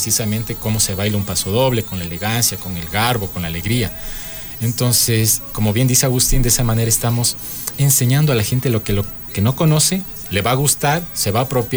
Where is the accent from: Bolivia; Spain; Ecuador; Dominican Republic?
Ecuador; Otavalo, Imbabura; también soy de Otavalo.